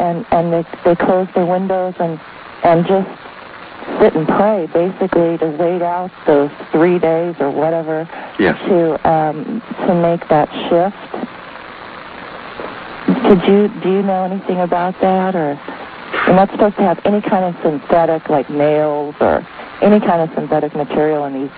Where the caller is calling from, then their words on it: Homer, Alaska, United States; from Homer, Alaska.